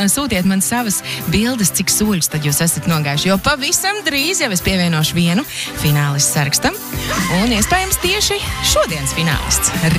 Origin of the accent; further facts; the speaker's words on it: Ventspils, Courland, Latvia; Es tikai pieminēju, ka es pat esmu no Ventspils. Jā, esmu dzimis un augus Ventspilī.